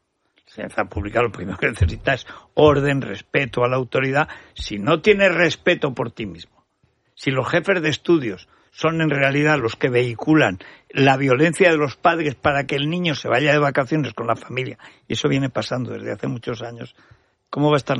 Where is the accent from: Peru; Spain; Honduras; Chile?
Spain; No, señor, somos ciudadanos españoles.